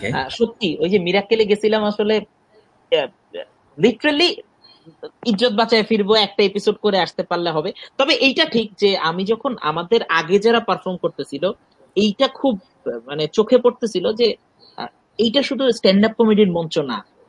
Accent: Dhaka, Dhaka Division, Bangladesh; আমি ঢাকার এই যানজট, যান্ত্রিকতা, এগুলোর মধ্যেই বড় হয়েছি, বাট আই লাভ লক্ষ্মীপুর আর কি।

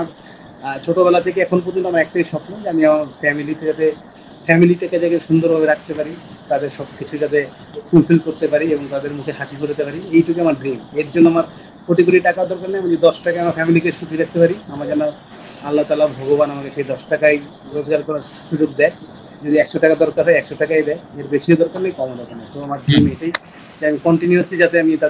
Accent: Lakshmipur, Chittagong Division, Bangladesh; now in Dhaka, Bangladesh; আমার দেশের বাড়ি হচ্ছে মানে এক কথায় বলতে গেলে নোয়াখালী, আর দুই কথা বলতে গেলে মানে একটু এড়াই যেতে গেলে লক্ষ্মীপুর

